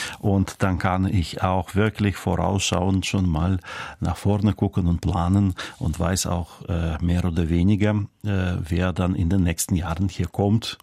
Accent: Schleswig-Holstein, Germany; now in Bremen, Germany; weil ich ja groß geworden bin in Schleswig-Holstein.

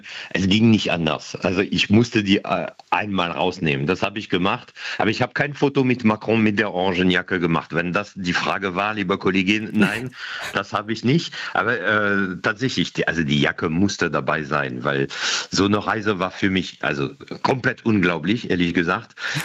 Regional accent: Paris, Île-de-France, France; moved away; als Kind, ich war in Paris, ich bin in Paris geboren, aufgewachsen

